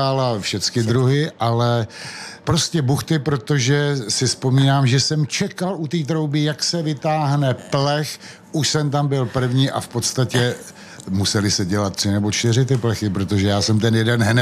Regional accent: Moravia, Czechia; tak my jsme vlastně rodem z Moravy, takže ty povidla tam k tomu patřej.

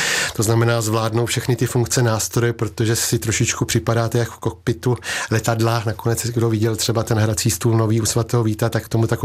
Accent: Letohrad, Pardubice Region, Czechia; moved away as an adult; now in Hradec Králové, Czech Republic; Jsem východočech, pocházím z Orlických hor z Letohradu, kde dnes vlastně už 35 let pořádám velký mezinárodní hudební festival.

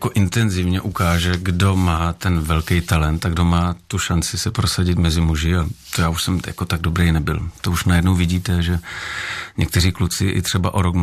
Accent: Brno, South Moravian Region, Czechia; Narodil jsem se v Brně, no.

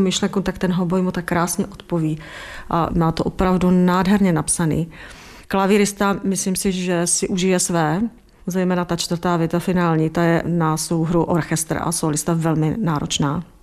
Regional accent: Brno, South Moravian Region, Czechia; Takže já, když jsem tam nastoupila, že jsem z Brna

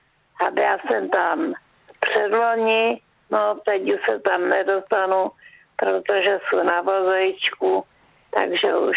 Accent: Jeseníky, Czechia; also born or lived in Valašsko; A Váchy, to je moje rodiště. Naše se přestěhovali po válce 45. na Jeseníky, tak jsem tam vyrůstala

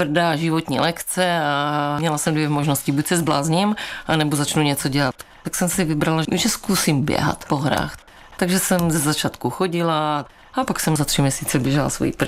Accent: Ostrava, Moravian-Silesian Region, Czechia; born there; Narodila jsem se v Ostravě.

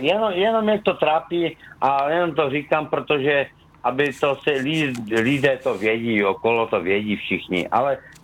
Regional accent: Skotnice, Moravian-Silesian Region, Czechia; já jsem na to pyšný, že jsem … že jsem ze Skotnice

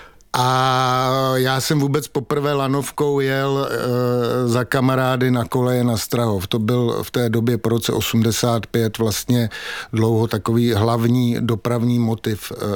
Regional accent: Prague, Czechia; Já když jsem byl kluk a vyrůstal jsem v Praze na Starém Městě

